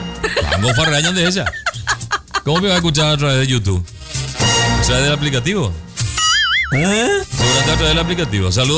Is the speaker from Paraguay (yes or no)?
yes; Paraguay; now in Imbituba, Brazil; Santa Catarina Imbituba. Vaigo, vaya. No sé si pronuncio bien. Santa Catarina Imbituba. Pero soy paraguayo.